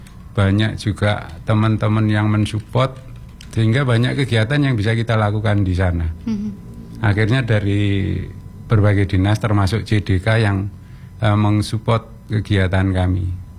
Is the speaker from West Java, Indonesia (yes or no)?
no; Pakisaji, East Java, Indonesia; Ada di Pakesaji. Nah, kebetulan secara sejarah Mbak, bahwa di kampung kami itu ada berdiri sebuah masjid pertama di wilayah Pakesaji